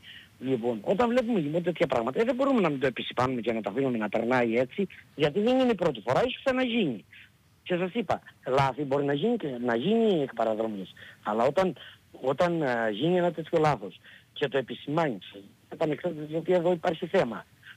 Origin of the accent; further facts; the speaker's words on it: Crete, Greece; moved away; Εδώ είμαι κριτικός και εκεί Ροδίτης.